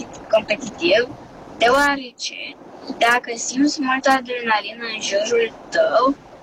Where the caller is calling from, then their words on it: Corbeanca, Ilfov, Romania; din Corbeanca, am 10 ani